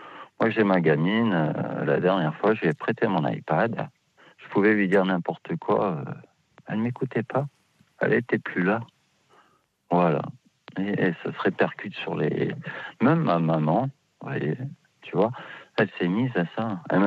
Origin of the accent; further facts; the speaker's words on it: Lille, Hauts-de-France, France; Je viens de Lille.